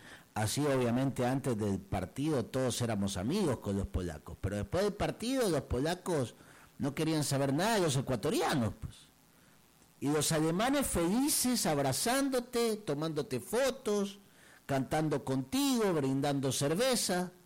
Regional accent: Chile; Siendo chileno

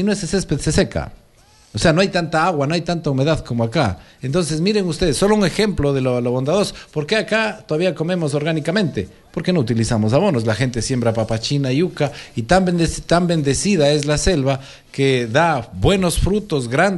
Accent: Ambato, Tungurahua, Ecuador; now in Sevilla Don Bosco, Ecuador; En Ambato, de donde yo soy

